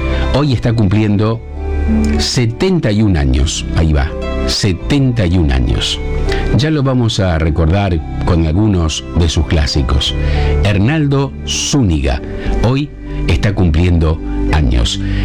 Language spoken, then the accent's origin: Spanish; Arequito, Santa Fe, Argentina; nos ven en Villa Eloísa, Los Molinos, Arequito, mi pueblo, Los Nogales